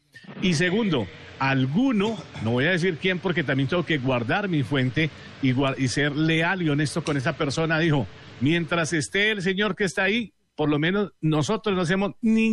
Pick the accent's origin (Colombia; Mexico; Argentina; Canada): Mexico; Estamos de ciudad en ciudad en los Estados Unidos, venimos de México